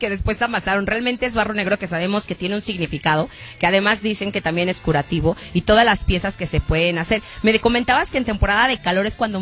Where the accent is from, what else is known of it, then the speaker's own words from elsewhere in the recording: Mexico; Solo quieren en 15 de septiembre resaltar que somos mexicanos